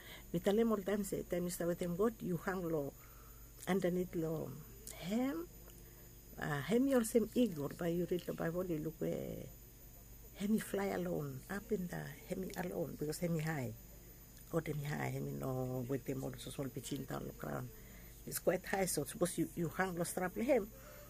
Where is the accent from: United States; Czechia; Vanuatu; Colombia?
Vanuatu; I'm from Vanuatu